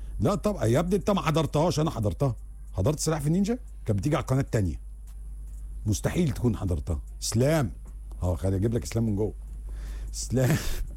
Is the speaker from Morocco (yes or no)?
no; Egypt; أنا مثلا إحنا كمصريين هتيجي تقول لي أنا المحل ده أقف فيه طابور عشان آكل 10 دقايق